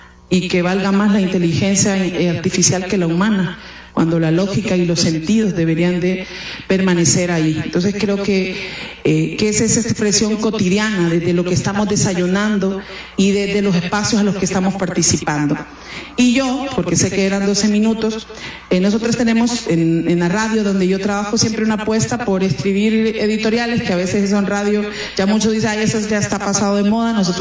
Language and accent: Spanish; Honduras; En mi país, la denominada República Bananera